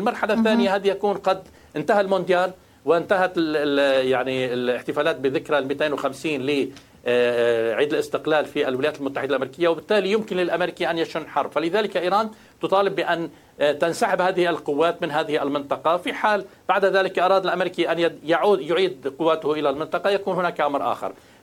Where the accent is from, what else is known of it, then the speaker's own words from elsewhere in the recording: Lebanon; أنا لبناني